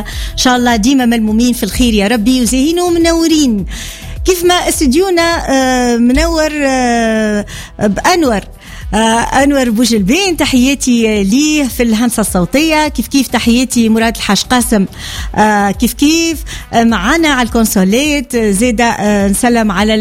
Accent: Tunisia

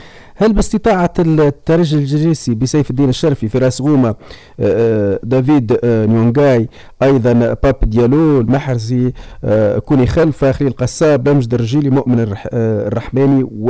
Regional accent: Tunisia; احنا عندنا في تونس

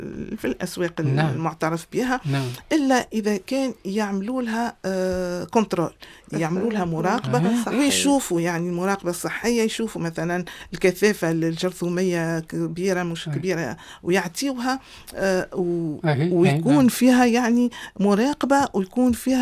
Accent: Tunisia; وأنا بالطبع كتونسية

